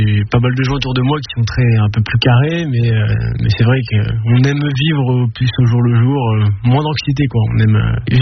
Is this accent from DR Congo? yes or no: no; Caen, Normandy, France; Eh ben, je suis né ici à Caen, du coup, et bah, j'ai grandi ici, plus dans la campagne, du coup, aux alentours. Mais bon, j'étais au collège ici à Caen